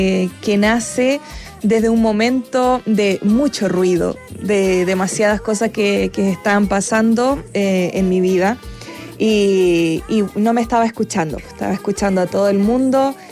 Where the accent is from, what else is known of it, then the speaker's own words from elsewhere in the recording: Chile; como compositora chilena también